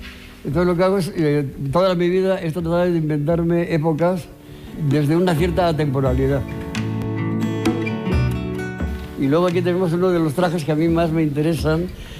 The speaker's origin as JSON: {"language": "Spanish", "town": "Segovia", "region": "Castile and León", "country": "Spain", "said": "Yo soy de Segovia."}